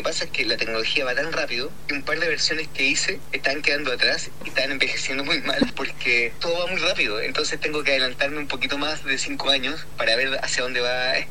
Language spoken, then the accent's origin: Spanish; Chile; como chileno y latinoamericano